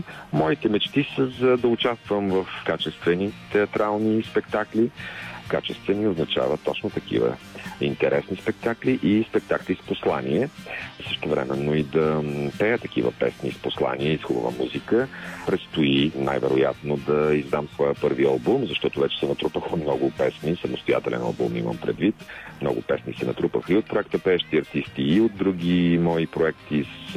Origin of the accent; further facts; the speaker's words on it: Botevgrad, Sofia Province, Bulgaria; чухме с тях едни мои приятели от Ботевград, от родния ми град